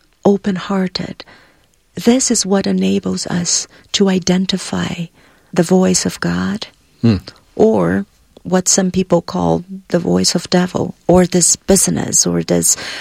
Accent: Brazil; moved away as an adult; now in Boston, United States; I am from Brazil

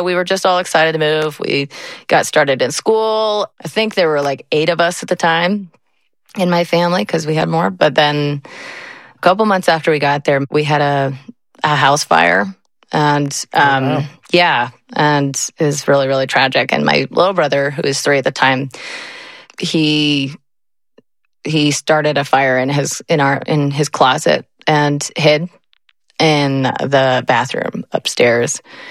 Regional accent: Georgia, United States; born there; moved away as an adult; also born or lived in Pleasant Grove, Utah; now in Decatur, Illinois, United States; And we lived there until I was 9. And then my family moved to Atlanta, just outside of Atlanta. We have a huge family. I'm number 4 of 11.

